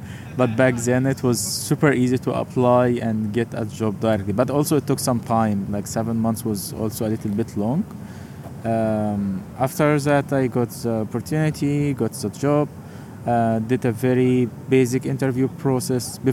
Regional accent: Egypt; moved away as an adult; now in Berlin, Germany; I came from Egypt, came alone at that time.

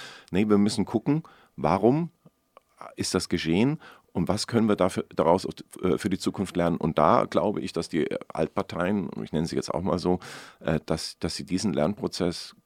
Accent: Baden-Württemberg, Germany; now in Cologne, Germany; Ich bin Süddeutscher aus Schwaben, ich wohne jetzt in Köln.

